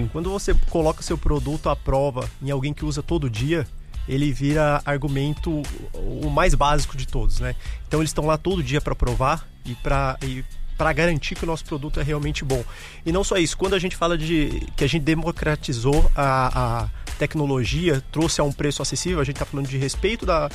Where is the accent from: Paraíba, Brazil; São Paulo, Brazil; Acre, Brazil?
São Paulo, Brazil; eu sou do interior de São Paulo também